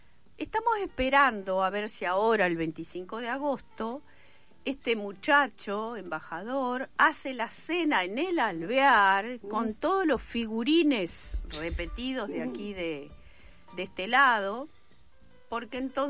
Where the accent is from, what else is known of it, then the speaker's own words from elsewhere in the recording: Uruguay; somos uruguayos